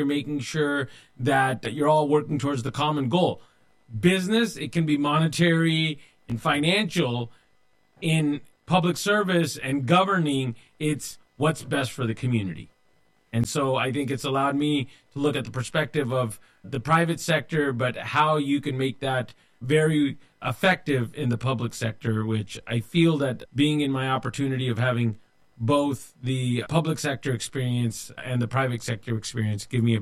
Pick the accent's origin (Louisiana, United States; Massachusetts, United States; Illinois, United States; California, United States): California, United States; Modesto; were here first generation from India. Both me and my brother went to public schools here in Modesto, born and raised in Modesto. And we both wore an article of faith as our practicing aspect of our religion, the Sikh religion.